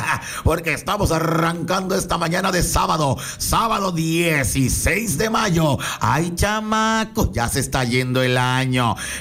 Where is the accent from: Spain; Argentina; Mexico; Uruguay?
Mexico; soy mexicano. Soy mexicano.